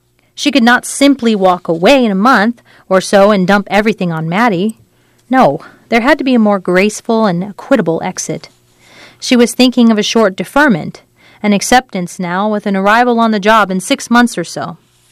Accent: New York, United States; I'm a New Yorker, Andy. More so now than 3 months ago.

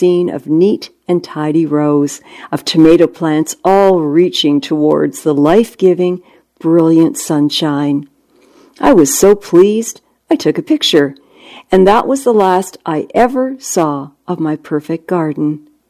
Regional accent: Ontario, Canada; moved away; the area where I grew up in Ontario, Canada

